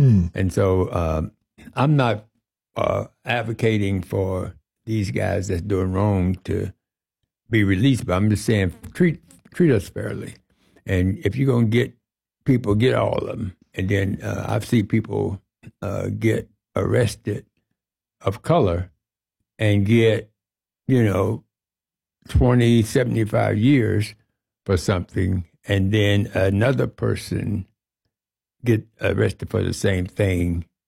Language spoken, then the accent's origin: English; Kokomo, Indiana, United States; Yes, I've been there 75 years.